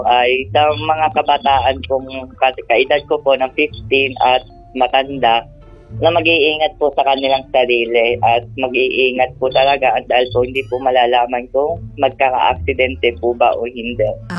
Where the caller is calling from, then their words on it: Batangas, Calabarzon, Philippines; Batangas po.